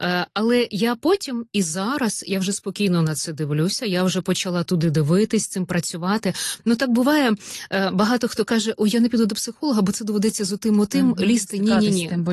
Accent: Kirovohrad Oblast, Ukraine; born there; moved away as an adult; also born or lived in Horishni Plavni (Komsomolsk), Poltava Oblast; now in Kyiv, Ukraine; У мене, я кажу, дві малі батьківщини, це батьківщина, це Полтавщина, де я народилась, і Кіровоградщина, де я виросла у бабусі.

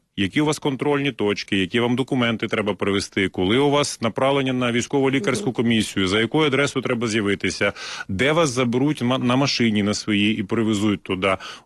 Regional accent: Luhansk Oblast, Ukraine; moved away; я народився і виріс на Донбасі, на Луганщині

